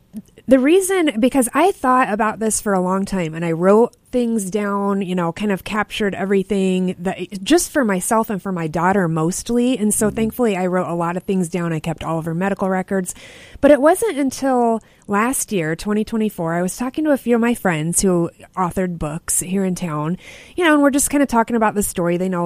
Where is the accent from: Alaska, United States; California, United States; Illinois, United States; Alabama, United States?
Illinois, United States; Monmouth; moved away as an adult; also born or lived in Nebraska; now in Peoria, United States; Okay, backstory is I'm from Monmouth, so not far from here.